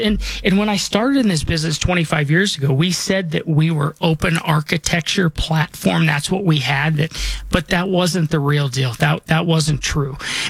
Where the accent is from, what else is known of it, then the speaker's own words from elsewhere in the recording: Colorado, United States; You know, I was born and raised here in Colorado. This is where I call home.